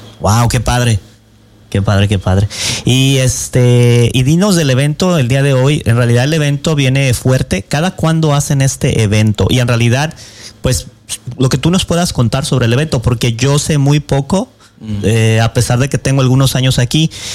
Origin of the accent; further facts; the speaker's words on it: Colima, Mexico; now in Pasco, Washington, United States; en mi caso, de México, que decimos mi casa es tu casa, y en Colima todos somos familia. Aquí en Pasco se siente esa hermandad